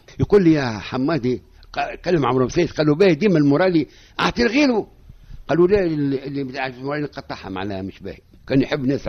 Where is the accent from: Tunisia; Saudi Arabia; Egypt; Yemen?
Tunisia; عندنا في تونس